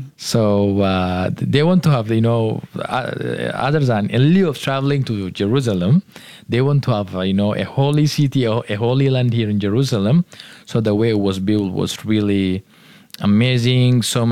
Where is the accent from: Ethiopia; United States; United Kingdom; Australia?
Ethiopia; moved away as an adult; now in Singapore; I'm just from Ethiopia.